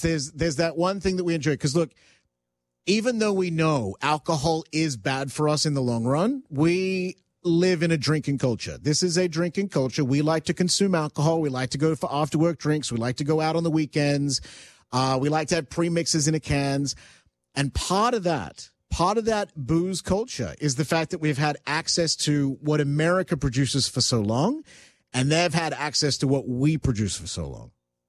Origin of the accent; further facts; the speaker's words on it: Canada; But I think I, as a Canadian, should be able to walk into a LCBO and go, oh, my God, look at all this stuff.